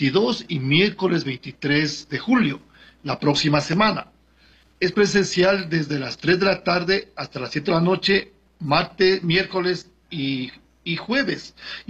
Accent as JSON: {"language": "Spanish", "country": "Ecuador", "said": "soy podemos decir así, el primer ecuatoriano"}